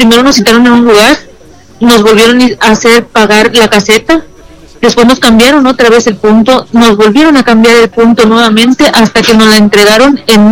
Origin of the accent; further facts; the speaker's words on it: Poza Rica, Veracruz, Mexico; Tuvimos que viajar, ya que nosotros somos de Poza Rica, Veracruz.